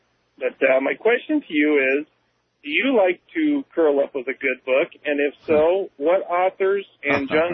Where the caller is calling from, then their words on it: Washington, United States; in Southeast Washington